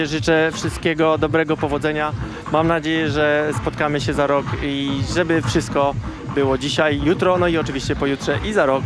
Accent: Łódź, Łódź Voivodeship, Poland; jak to się mówi u nas w Łodzi.

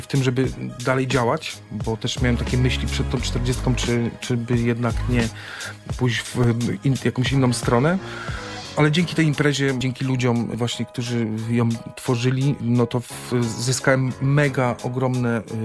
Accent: Pruchnik, Subcarpathian Voivodeship, Poland; No ja wychowywałem się w okolicach Pruchnika

